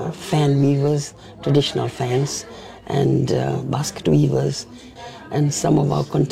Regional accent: Fiji; with me as a Fijian

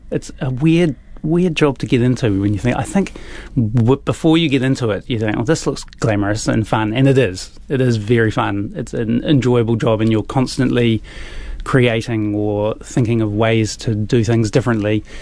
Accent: New Zealand

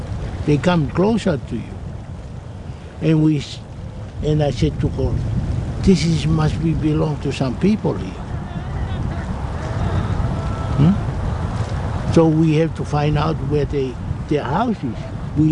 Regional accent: Tonga; When we been growing up in Tonga, and our parents teach us in so many things, how to live and things like that, how to light a fire, how to cook a food, and what sort of food to eat.

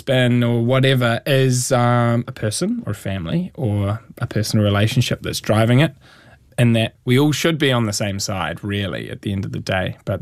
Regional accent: Christchurch, Canterbury, New Zealand

